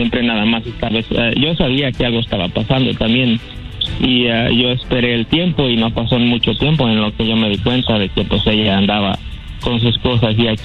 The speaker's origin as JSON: {"language": "Spanish", "region": "Michoacán", "country": "Mexico", "lives_now": "United States"}